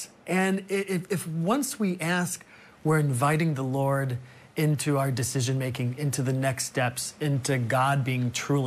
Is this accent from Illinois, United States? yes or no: yes; Chicago, Illinois, United States; I come from Chicago, where deep dish and stuffed pizza and all that.